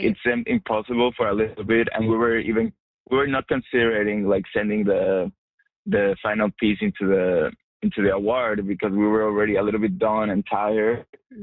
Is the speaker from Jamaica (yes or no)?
no; Mexico; also born or lived in Argentina; I'm not from here, right? Like I was born in Argentina. I grew up in Mexico and I know my fair share of World War II history because, well, I love history.